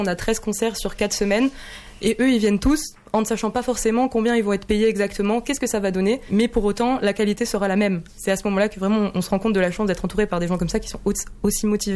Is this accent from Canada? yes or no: no; Pau, Nouvelle-Aquitaine, France; moved away as an adult; Ma maman est originaire de Trimbareil et j'ai grandi à Pau, donc j'ai fait le conservatoire. Et puis, quand je suis partie pour faire une prépa, je suis arrivée à Boulogne-Billancourt.